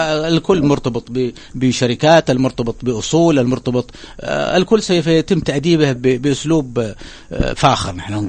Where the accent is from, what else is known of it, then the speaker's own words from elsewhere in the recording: Yemen; نحن عندنا في اليمن